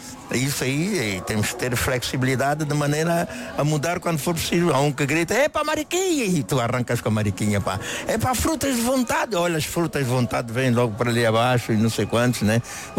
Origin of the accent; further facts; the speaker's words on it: Angola; representar a minha terra específica, Angola, do meu coração, né?